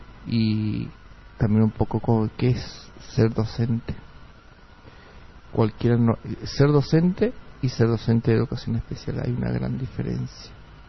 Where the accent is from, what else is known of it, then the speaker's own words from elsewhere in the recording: Las Breñas, Chaco, Argentina; now in San Martín, Argentina; porque yo soy de Las Breñas y vine hace 20, voy a cumplir 29 años que vine a San Martín.